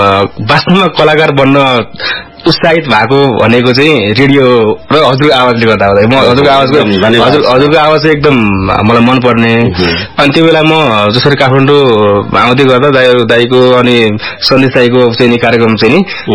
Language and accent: Nepali; Gajuri, Bagmati, Nepal; now in Kathmandu, Nepal; होइन मेरो घर त धादिङ हो, तर म लामै समय काठमाडौँ बसेँ, लामो समयदेखि काठमाडौँ छु, घर त धादिङ हो नि दाइ, मेरो जन्मस्थान चाहिँ धादिङ हो।